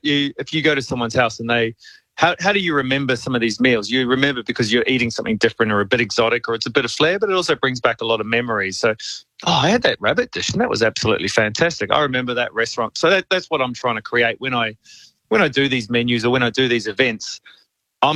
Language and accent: English; Australia; or is it just me playing around and being an Aussie?